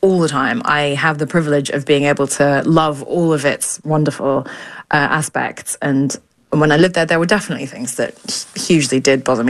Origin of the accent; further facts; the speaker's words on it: Japan; I grew up in Japan, so I suppose I was just always aware of being an outsider.